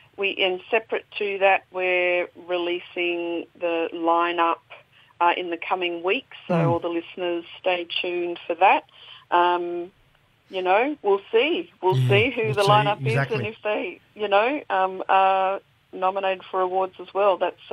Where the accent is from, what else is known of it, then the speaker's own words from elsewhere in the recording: Alice Springs, Northern Territory, Australia; born and bred in Mbantua, Alice Springs, Central Desert.